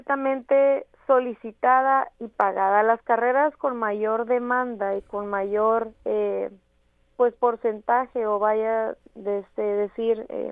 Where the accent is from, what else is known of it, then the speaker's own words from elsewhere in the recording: Mexico; esa es una creencia errónea que tenemos como mexicanos